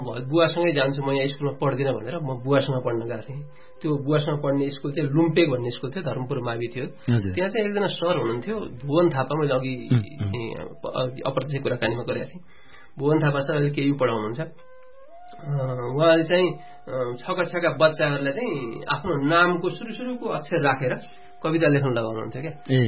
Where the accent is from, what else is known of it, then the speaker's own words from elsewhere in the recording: Lumbini Province, Nepal; गुल्मी जिल्लामा मगर भाषा बोलिन्छ भने त्यहाँ मात्रै बोलिन्छ गुल्मी जिल्लाभरिमा मगर भाषा बोल्ने वक्ताहरू मेरो गाउँमा छन् एकसिङ भन्ने ठाउँ हो